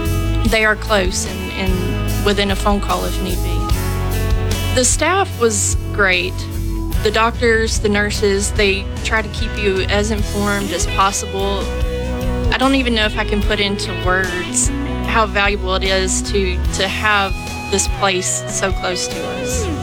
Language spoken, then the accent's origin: English; Pearl, Mississippi, United States; We've been very blessed to have Children's basically in our backyard because we are from Pearl.